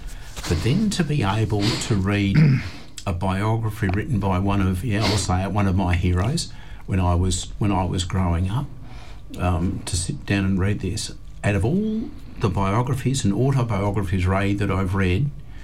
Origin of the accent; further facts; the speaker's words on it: Palmyra, Western Australia, Australia; I grew up in Palmyra, and next door to me was a family, and their surname was Grilicic.